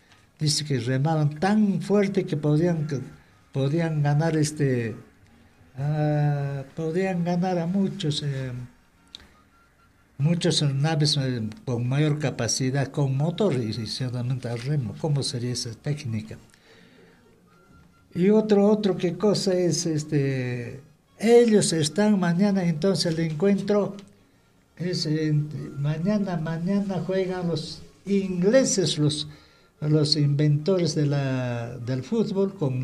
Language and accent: Spanish; Peru; yo me siento como argentino cuando juega argentino, puesto que los peruanos ya no estamos participando aquí